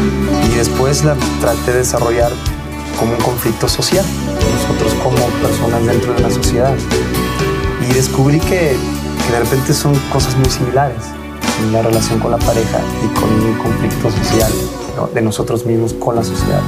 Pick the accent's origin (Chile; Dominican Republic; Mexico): Mexico